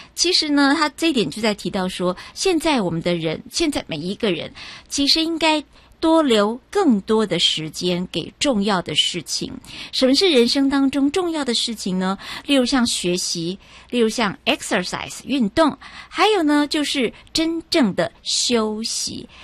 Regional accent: Taiwan

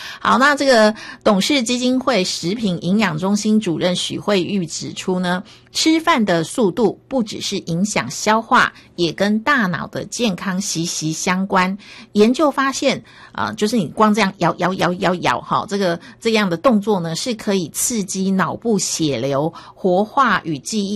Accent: Taiwan; 我觉得我们台湾人吃饭真的是太快了

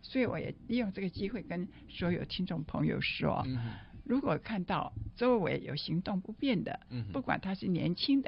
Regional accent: Taiwan

